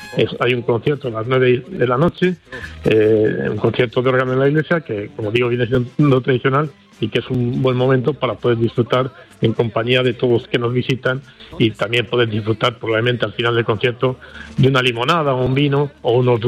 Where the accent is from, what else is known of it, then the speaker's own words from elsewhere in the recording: Cevico de la Torre, Castile and León, Spain; uno de mi zona, del Cerrato, teniendo en cuenta que esta semana es la semana del eclipse. En mi pueblo, en Cerico de la Torre, hay un paraje que es la Pradera del Monte